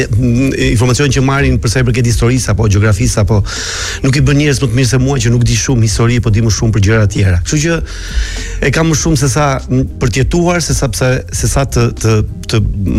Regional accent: Sarandë, Vlorë County, Albania; Unë isha nga Saranda

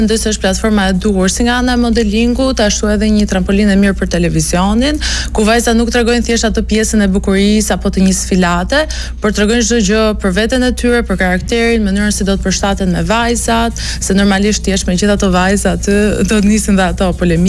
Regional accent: Durrës, Durrës County, Albania; unë të prindit e mi jemi lindur e rritur në Durrës

